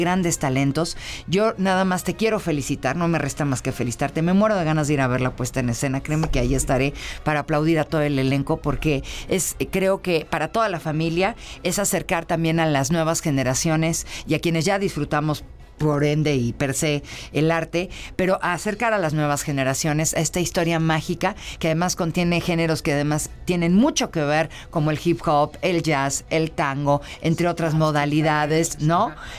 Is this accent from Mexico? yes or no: yes; Mexico; primero déjame agradecerte como mexicana